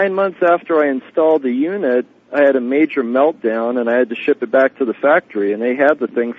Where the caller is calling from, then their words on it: Palmdale, California, United States; I'm calling from Palmdale, California.